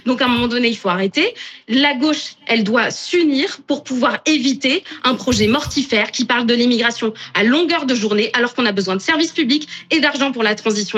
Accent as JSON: {"language": "French", "region": "Nouvelle-Aquitaine", "country": "France", "tie": "born or raised there", "said": "moi, j'habite en Gironde, j'ai grandi en Gironde. C'est mon département qui a cramé."}